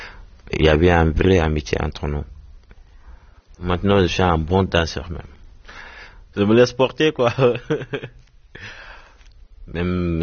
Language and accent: French; Dakar, Senegal; now in Drancy, France